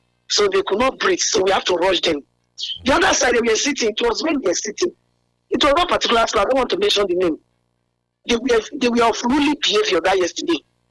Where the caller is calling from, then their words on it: Nigeria; from Nigeria.